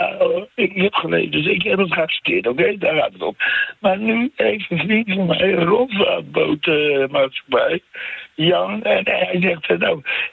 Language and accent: Dutch; Groningen, Netherlands; born or raised there; also born or lived in Friesland; now in The Hague, Netherlands